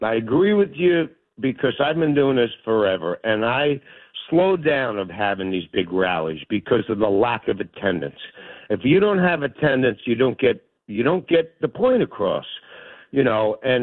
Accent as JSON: {"language": "English", "region": "New York", "country": "United States", "said": "I'm a New Yorker."}